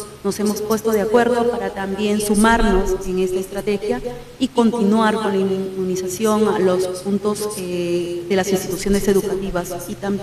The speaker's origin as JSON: {"language": "Spanish", "region": "Piura", "country": "Peru", "said": "mi población piurana, nosotros tenemos, lo digo así también porque soy del Bajo Piura"}